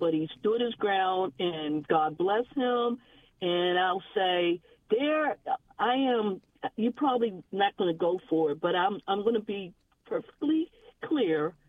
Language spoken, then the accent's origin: English; United States; born there; I was born in America.